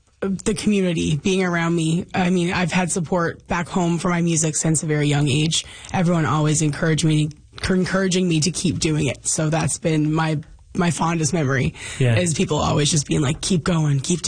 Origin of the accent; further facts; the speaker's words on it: Wabush, Newfoundland and Labrador, Canada; now in St. John's, Canada; Growing up in Wabash was a wonderful experience, but I definitely, growing up in a small community, did a lot of comparing myself.